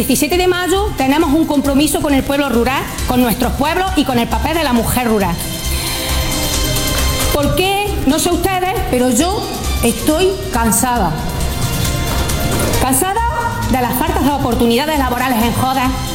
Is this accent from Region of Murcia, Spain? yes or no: no; Jódar, Andalusia, Spain; Para mí es un inmenso orgullo estar en mi pueblo.